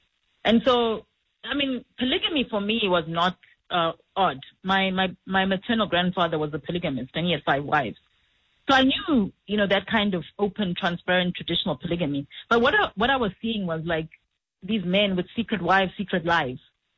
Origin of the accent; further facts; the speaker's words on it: Bulawayo, Zimbabwe; English is a second language; So I'm a Zimbabwean. And I grew up in Bulawayo. I was raised in a very conservative Catholic home. And when I started working and my first job in Harare